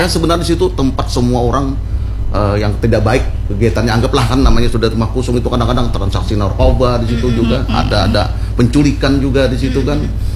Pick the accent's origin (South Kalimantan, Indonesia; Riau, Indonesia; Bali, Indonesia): South Kalimantan, Indonesia; sangat himung Banar, orang kita Banjar ya, kalau sangat suka Bucat.